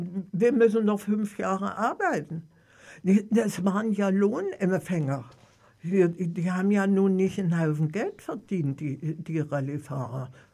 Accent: Eisenach, Thuringia, Germany; Aufgewachsen sind wir im Krieg. Dann haben wir die Nachkriegszeit erlebt. Wir haben nicht daran geglaubt. Und Eisenach lag ich nun direkt so an der Grenze.

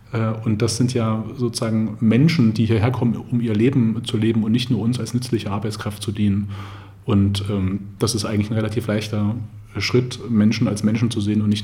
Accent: Jena, Thuringia, Germany; weil in Thüringen geboren zu sein, das ist gar nicht so leicht. Wir sind ja so wenige. Ich bin in Thüringen geboren, ich bin Jenenser, das kehre ich auch gerne heraus, wenn ich mit Erfurtern zu tun habe.

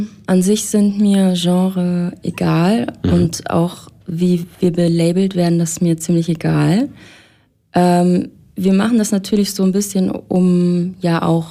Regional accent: Erfurt, Thuringia, Germany; now in Leipzig, Germany; Also ganz ursprünglich komme ich aus Erfurt, aber ich wohne jetzt in Leipzig.

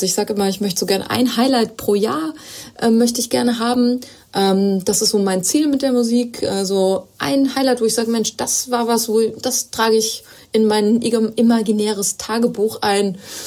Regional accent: Frankfurt, Hesse, Germany; war jetzt auch gerade in meiner alten Heimat in Frankfurt in Hessen zu Konzerten

